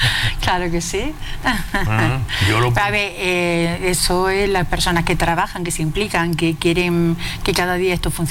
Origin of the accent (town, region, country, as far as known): Mancha Real, Andalusia, Spain